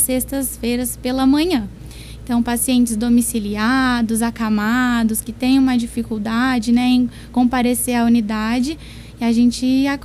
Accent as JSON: {"language": "Portuguese", "town": "Monte Alto", "region": "São Paulo", "country": "Brazil", "said": "Eu sou de Monte Alto."}